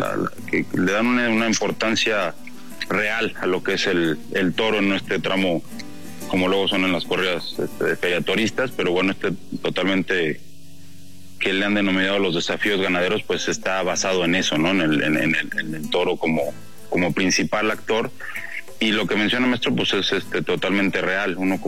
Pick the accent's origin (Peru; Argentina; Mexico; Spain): Mexico; San Luis Potosí